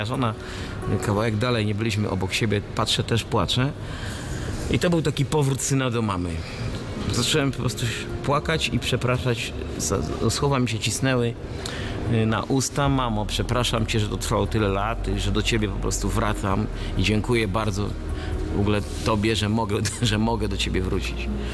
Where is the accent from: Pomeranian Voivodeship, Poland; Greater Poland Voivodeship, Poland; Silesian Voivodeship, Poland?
Silesian Voivodeship, Poland; Częstochowa; born there; moja rodzina pochodzi od kilku pokoleń z Częstochowy. Właściwie urodziłem się tutaj pod egidą klasztoru